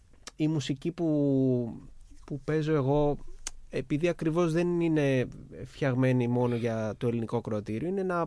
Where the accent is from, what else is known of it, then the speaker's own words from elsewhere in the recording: Athens, Attica, Greece; επειδή μεγάλωσα στην Αθήνα, δηλαδή είχα μια ζωή πάντα στην πόλη, δεν είχα αυστηρά ριζωμένη μέσα μου κάποια μουσική παράδοση.